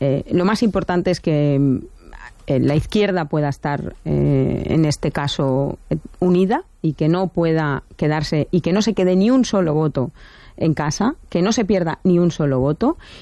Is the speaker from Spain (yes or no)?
yes; Valencia, Valencian Community, Spain; yo que soy de esos barrios y que soy del barrio de la Creu Coberta